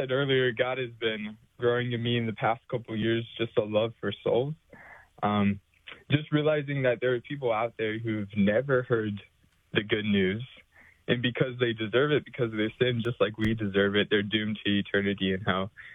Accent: Dallas, Texas, United States; now in Ankeny, Iowa, United States; So I grew up in Dallas, Texas.

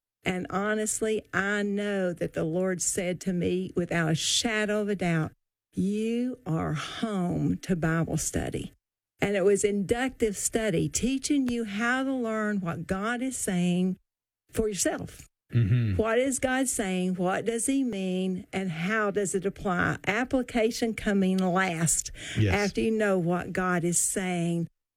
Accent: Tennessee, United States; also born or lived in California / New York / Europe / Georgia; Even though I'm from Tennessee, I've lived in California, New York, Europe, Georgia, Oklahoma, and I'm back in Tennessee, Ohio, and Philadelphia.

